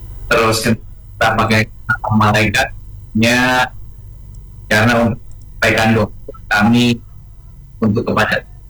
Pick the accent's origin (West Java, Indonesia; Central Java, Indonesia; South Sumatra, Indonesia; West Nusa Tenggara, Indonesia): Central Java, Indonesia; Pati; Saya dari Pati.